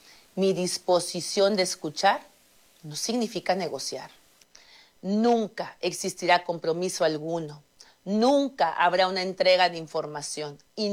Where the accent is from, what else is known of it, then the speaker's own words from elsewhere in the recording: Mexico; Como mujer mexicana y como gobernadora, siempre defenderé nuestra soberanía, mi compromiso con nuestro gran país no admite dudas.